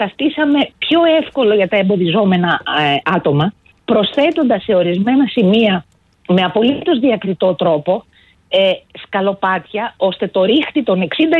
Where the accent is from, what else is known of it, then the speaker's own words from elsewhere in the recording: Greece; η πατρίδα μας, η Ελλάδα, έχει ένα τεράστιο προνόμιο.